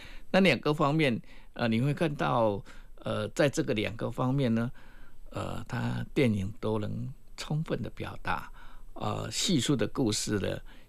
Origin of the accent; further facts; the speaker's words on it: Fujian, China; 潮汕的侨批跟我们闽南的侨批其实还是有很多的这些相似度